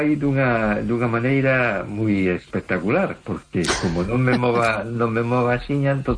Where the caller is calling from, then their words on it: A Coruña, Galicia, Spain; Buenas noches … de Coruña.